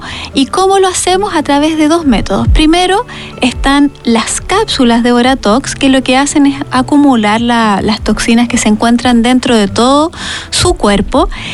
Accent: Valparaíso, Chile; born there; usted, doctor, sabe que yo soy porteña.

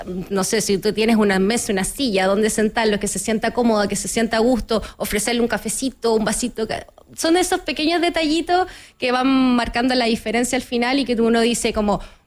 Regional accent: La Serena, Coquimbo, Chile; now in Santiago, Chile; yo por ejemplo soy de La Serena

